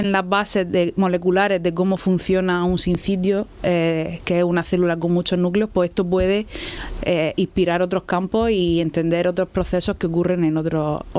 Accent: Region of Murcia, Spain; Pues yo siempre quise volver porque yo soy muy murciana y me gusta mucho Murcia y mi país.

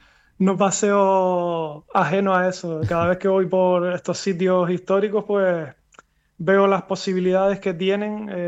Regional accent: La Orotava, Canary Islands, Spain; Yo soy de aquí de La Orotava y la verdad que es un orgullo poder hacer algo para mi municipio.

